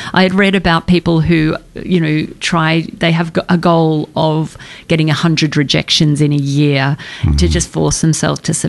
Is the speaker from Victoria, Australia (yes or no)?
yes; Ballarat, Victoria, Australia; It's set in Australia and in my hometown of Ballarat.